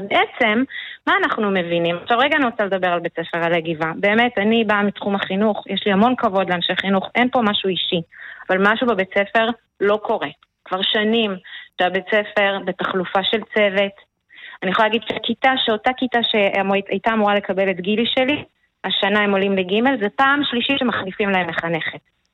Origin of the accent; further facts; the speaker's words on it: Northern District, Israel; now in Arbel, Israel; אני בעצם במקור בכלל ממועצה אזורית מסגב, אני התחתנתי עם בן מושב, חקלאי, פה בארבל